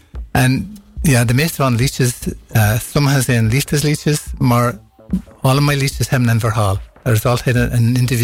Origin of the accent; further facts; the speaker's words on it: Ireland; Dutch is a second language; Eerste folk is niet de juiste. Ik ben van Ierland.